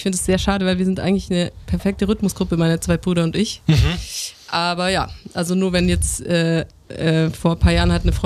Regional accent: Markdorf, Baden-Württemberg, Germany; accent: Alemannic; now in Leipzig, Germany; in Leipzig sage ich immer, ich spreche Schwäbisch, aber es ist nicht so wirklich Schwäbisch, ist, weil Markdorf, wo ich herkomme, ist schon in Baden offiziell, aber ich rede auch nicht Badisch, also ja, es ist so eine Mischung, weil die Schweiz ist auch gegenüber direkt.

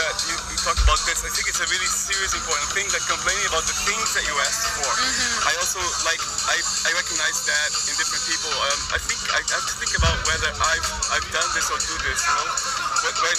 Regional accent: Brazil; English is a second language; I grew up really poor in Brazil.

